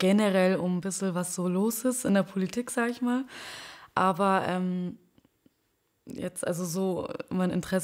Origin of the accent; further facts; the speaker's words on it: Munich, Bavaria, Germany; born there; Ich kann nicht klar sagen, ich bin deutsch oder ich bin türkisch. Ich bin einfach beides, weil meine Eltern kommen aus der Türkei und ich bin in München geboren, also ich bin in Deutschland geboren.